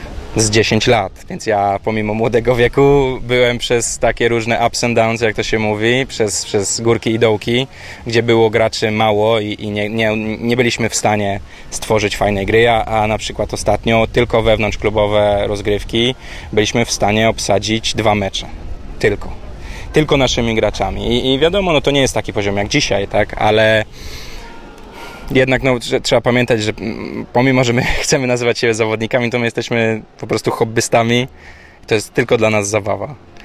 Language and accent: Polish; Gdańsk, Pomeranian Voivodeship, Poland; Dzisiaj mam, ja z Gdańska jestem, a do Warszawy dojeżdżamy co weekend z tatą, żeby grać.